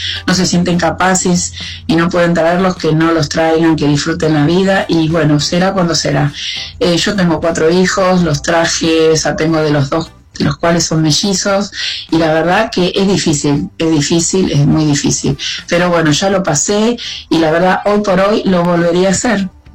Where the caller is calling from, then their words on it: Escobar, Buenos Aires Province, Argentina; de Escobar, ingeniero Mayo